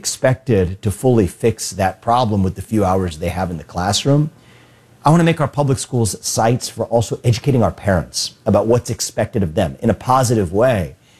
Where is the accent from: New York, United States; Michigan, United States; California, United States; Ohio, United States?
Ohio, United States; Cincinnati; in Cincinnati, my hometown, Cincinnati public schools were closed for 2 years during the pandemic